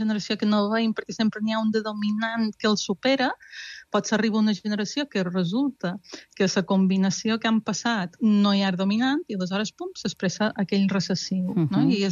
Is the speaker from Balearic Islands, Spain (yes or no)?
yes; Balearic Islands, Spain; jo veia gent i pensava, som mallorquins.